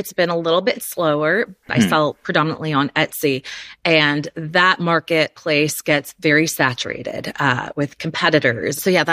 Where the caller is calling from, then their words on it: Houston, Texas, United States; I'm calling from Houston, Texas, where it is 1,000 degrees.